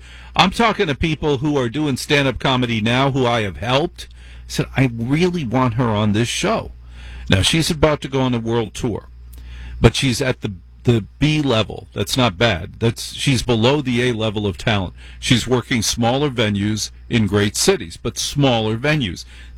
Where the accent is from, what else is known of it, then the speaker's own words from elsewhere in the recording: New Jersey, United States; And I ain't no king, buddy. I'm from Jersey. Much tougher than being the king.